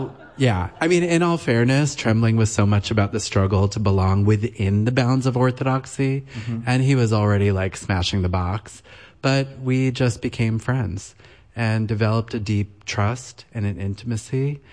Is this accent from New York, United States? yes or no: yes; Brooklyn, New York, United States